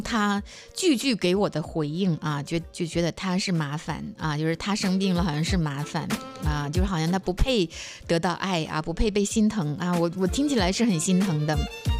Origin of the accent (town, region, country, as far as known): China